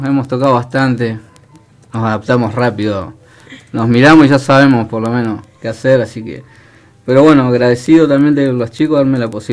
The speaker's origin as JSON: {"language": "Spanish", "town": "Junín de los Andes", "region": "Neuquén", "country": "Argentina", "moved": "as an adult", "lives_now": "Santa Cruz, Argentina", "said": "De Junín de los Andes, ahí pegadito a San Martín, zona sur, Villa Langostura, toda esa hermosura, esa inmensidad"}